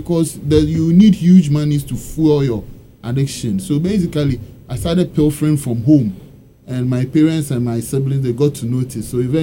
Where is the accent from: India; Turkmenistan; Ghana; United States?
Ghana; Tema, Greater Accra; I grew up in Tema. Come to one side, 21 to be specific.